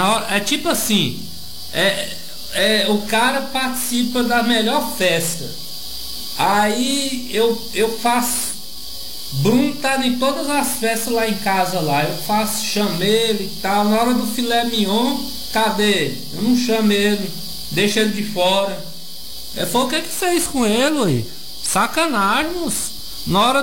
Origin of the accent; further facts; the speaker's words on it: Brazil; Ó, eu sou brasileiro, mas é só aqui no Brasil que tem isso.